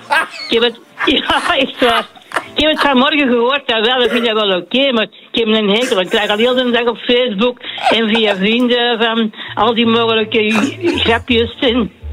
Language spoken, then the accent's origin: Dutch; Belgium; Ik ben een echte Belg.